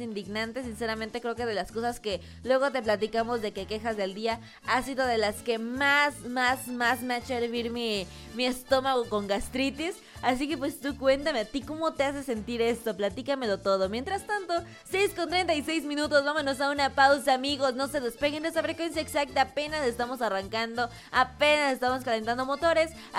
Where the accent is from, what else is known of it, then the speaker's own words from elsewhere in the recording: Mexico; todos somos el pueblo mexicano